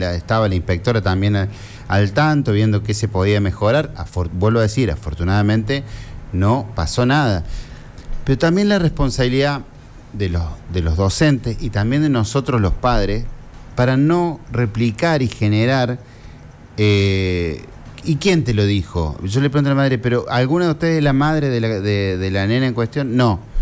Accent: Las Maravillas, Córdoba, Argentina; also born or lived in Sebastián Elcano; No, yo nací en Sebastián Elcano. Nací en Sebastián Elcano, pero yo soy de Las Maravillas.

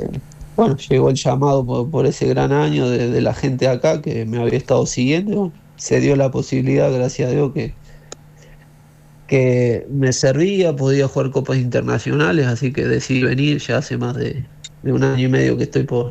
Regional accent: Laborde, Córdoba, Argentina; moved away; also born or lived in San Juan, Argentina; Yo soy de Córdoba, de Laborde, al sur, pero como te digo, viví en San Juan, que es una zona relativamente sísmica

